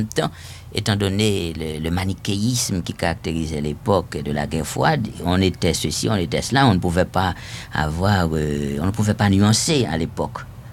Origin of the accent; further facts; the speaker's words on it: Haiti; Et en Haïti, oui, mais tant bien que mal, dans la mesure où on trouvait des livres, parce que dans ma ville natale, par exemple, il n'y avait pas de bibliothèque.